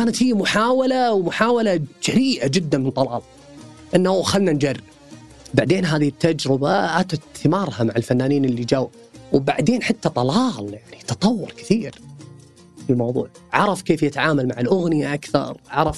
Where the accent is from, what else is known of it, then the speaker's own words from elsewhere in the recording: Saudi Arabia; تشبهنا حنا كسعوديين.